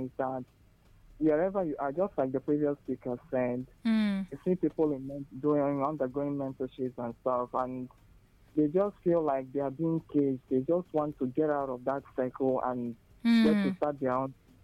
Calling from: Anambra, Nigeria

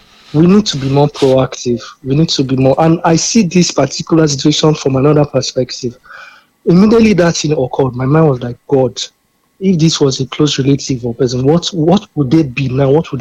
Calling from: Eleli, Oyo, Nigeria; from Eleli.

